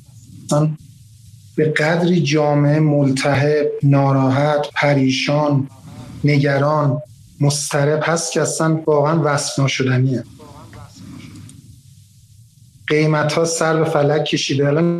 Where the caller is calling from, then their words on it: Tehran, Tehran Province, Iran; من از تهران هستم.